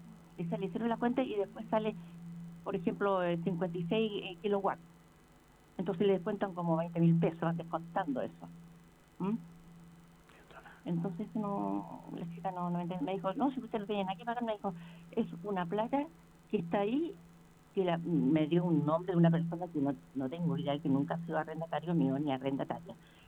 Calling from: Valparaíso, Chile; que soy de acá de Valparaíso, de Playa Ancha. Pero tengo un sustituto de una casa que arriendo acá en el Valparaíso.

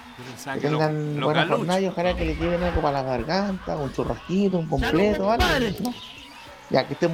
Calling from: Santiago, Santiago Metropolitan Region, Chile; de Santiago.

